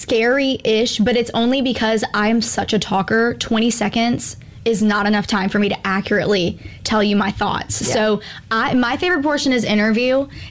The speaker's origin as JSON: {"language": "English", "town": "Hattiesburg", "region": "Mississippi", "country": "United States", "tie": "born or raised there", "said": "I grew up in Hattiesburg, but my mom's side of the family is all of Fayette County."}